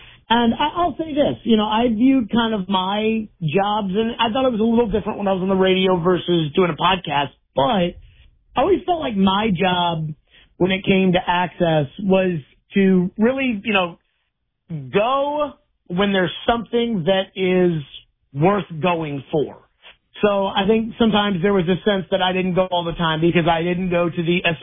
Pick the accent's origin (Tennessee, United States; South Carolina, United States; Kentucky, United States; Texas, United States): Tennessee, United States; Nashville; Well, I grew up in Nashville